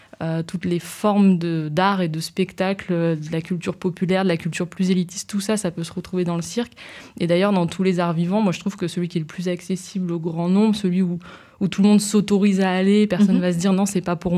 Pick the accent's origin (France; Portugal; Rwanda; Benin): France; Grenoble, Auvergne-Rhône-Alpes; moved away as an adult; now in Valence, France; je suis grenobloise, mais je suis née à Grenoble, mais finalement. J'ai atterri dans la Drôme.